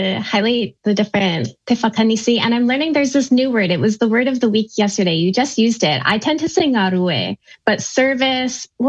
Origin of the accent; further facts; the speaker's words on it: Vancouver, British Columbia, Canada; here in my hometown.